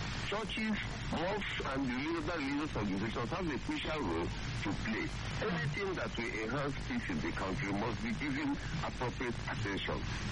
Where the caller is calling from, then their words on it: Owerri, Imo, Nigeria; I'm calling from Owerri in Imo State.